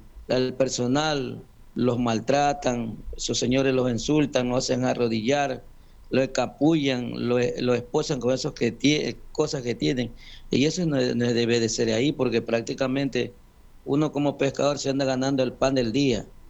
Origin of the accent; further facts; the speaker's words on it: Ecuador; now in Manta, Ecuador; somos 14 millones ecuatorianos